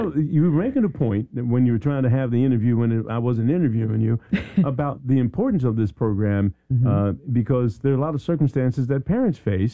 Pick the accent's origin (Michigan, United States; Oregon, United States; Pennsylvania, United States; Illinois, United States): Pennsylvania, United States; Philadelphia; See, I'm from Philly. Give me a water ice is what we used to call it.